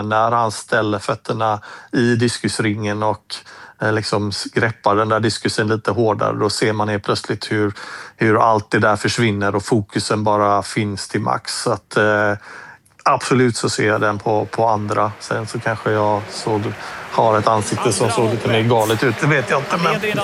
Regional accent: Gothenburg, Västra Götaland County, Sweden; Och för mig var det ju hemmaplan gånger 2 i och med att jag kommer från Göteborg och alla Göteborgsklubbar runt omkring där med min hemmaklubb som var Örgryte IS.

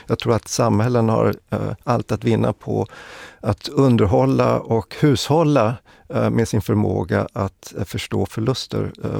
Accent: Sweden; born there; Ja, min far är ju grek, jag är född i Sverige, jag har en österrikisk mor.

